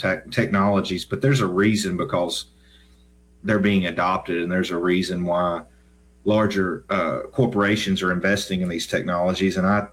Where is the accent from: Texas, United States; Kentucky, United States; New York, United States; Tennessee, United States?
Tennessee, United States; So I grew up in West Tennessee, grew up on a small farm in West Tennessee, and wanted to see what was out there and travel.